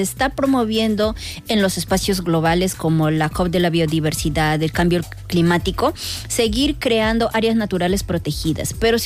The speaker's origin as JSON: {"language": "Spanish", "region": "Amazon", "country": "Peru", "said": "Sí, yo soy de la Amazonía de Perú, el pueblo Kichwa"}